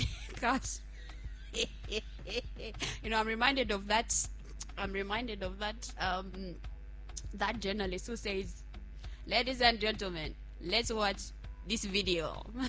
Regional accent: Eastern Province, Zambia; I'm from Eastern Province

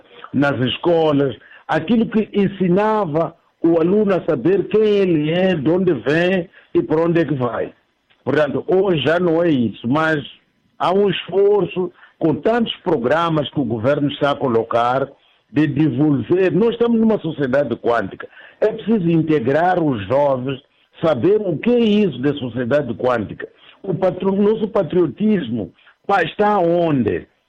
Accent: Mozambique; nós, como moçambicanos

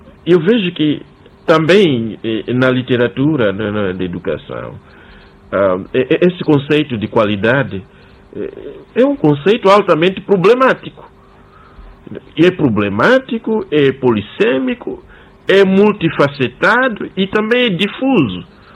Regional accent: Mozambique; que nós, como moçambicanos, sonhamos o que deve ser a nossa educação, não é?

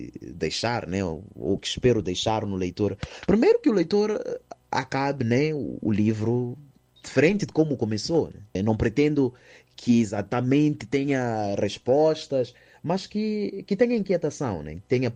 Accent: Mozambique

